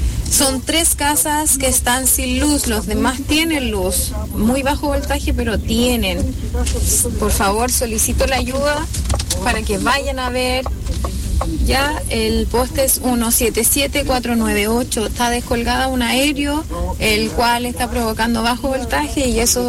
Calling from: Biobío, Chile; yo soy residente de Escuadrón, del Rodeo, ya de asentamiento Escuadrón

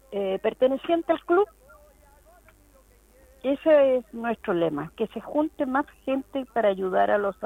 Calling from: San Carlos, Ñuble, Chile; De aquí de San Carlos, del otro lado de la carretera, por Vicuña Maquena.

